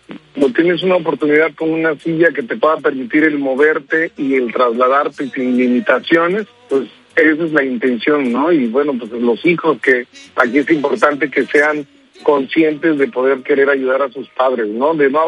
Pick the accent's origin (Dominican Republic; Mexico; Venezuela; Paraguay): Mexico; Veracruz; Yo soy de aquí, de Veracruz